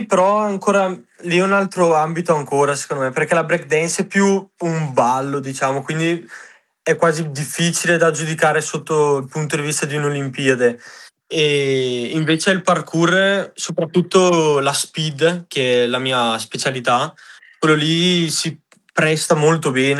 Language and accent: Italian; Brescia, Lombardy, Italy; ho 19 anni e vengo da Brescia